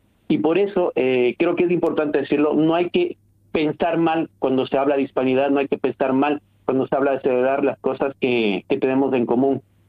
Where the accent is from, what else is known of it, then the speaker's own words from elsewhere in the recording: Ecuador; now in Oviedo, Spain; vengo de Ecuador, la madre de mis hijos es obetense, mis hijos son obetenses y se sienten tan ecuatorianos como españoles.